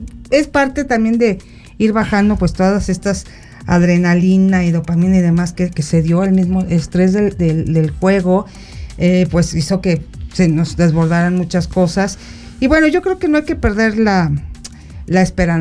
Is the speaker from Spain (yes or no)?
no; Mexico; nos tiene que dar este partido como mexicanos